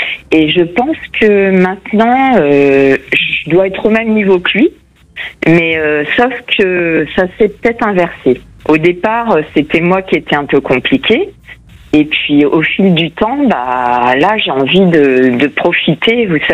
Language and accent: French; Portugal; French is a second language; Je crois que moi je suis portugaise, ça doit être moi.